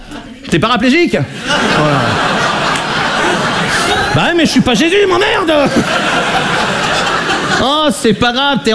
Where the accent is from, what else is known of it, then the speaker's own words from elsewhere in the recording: Brittany, France; je suis breton, j'ai 20 ans.